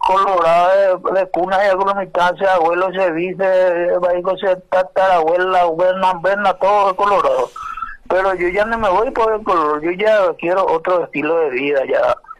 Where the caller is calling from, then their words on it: Paraguay; yo nací colorado, nací liberal, nací en cuantita, soy paraguayo.